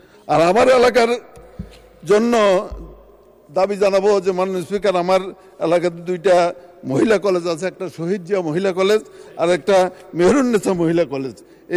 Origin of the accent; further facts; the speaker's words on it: Tangail, Dhaka Division, Bangladesh; যেহেতু টাঙ্গাইলে আমি ছোট থেকে বড় হয়েছি, কাজে এই টাঙ্গাইলে মানুষের সাথে আমার একটি সম্পর্ক আছে